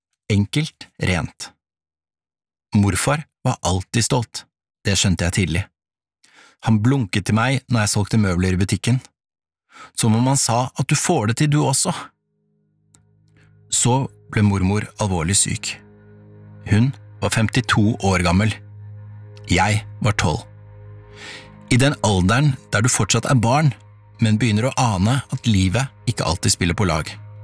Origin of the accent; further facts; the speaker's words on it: Oslo, Norway; så er jeg Oslo-gutt. Jeg vokste opp på Jan, med stor L. Det var slik vi sa det. Et sted der tryggheten lå tett rundt oss. Vi bodde i nabohuset til besteforeldrene mine.